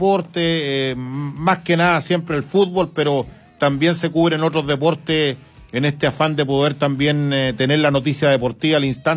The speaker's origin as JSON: {"language": "Spanish", "country": "Chile"}